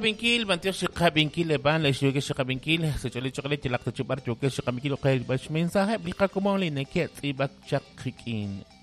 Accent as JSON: {"language": "Spanish", "town": "San Pedro Carchá", "region": "Alta Verapaz", "country": "Guatemala", "said": "soy de San Pedro Carcha."}